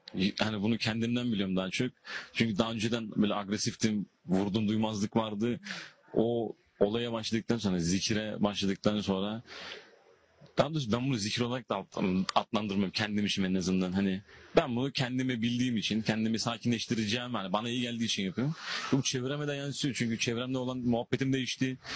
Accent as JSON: {"language": "Turkish", "region": "Trabzon", "country": "Turkey", "said": "Ben sinirli insanım. Ben Trabzonluyum ya."}